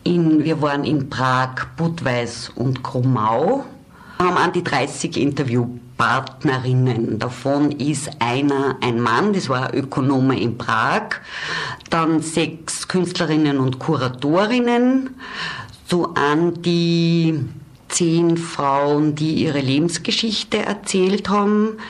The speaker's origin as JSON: {"language": "German", "town": "Aschach an der Donau", "region": "Upper Austria", "country": "Austria", "tie": "born or raised there", "said": "ich bin in Aschach an der Donau groß geworden"}